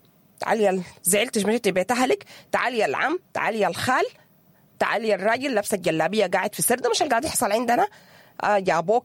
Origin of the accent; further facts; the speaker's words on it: Sudan; نحن كسودانيين متعودين على الاحتزار